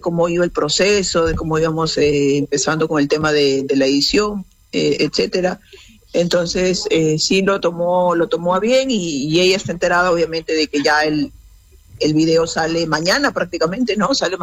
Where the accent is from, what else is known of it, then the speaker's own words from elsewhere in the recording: Lima, Peru; nosotros funcionamos acá en Lima, somos de Lima